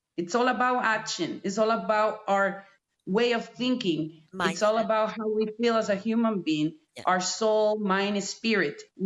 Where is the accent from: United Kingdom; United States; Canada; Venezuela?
Venezuela; moved away; I come from Venezuela, a country that's been in war for 5 years, not with arms, with society.